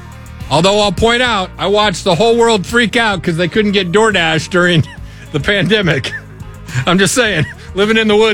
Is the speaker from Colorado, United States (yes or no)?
yes; Colorado, United States; also born or lived in Utah; now in Tennessee, United States; I grew up in Colorado. It's an outdoor state, in case you're unaware. I lived in Utah, also an outdoor state.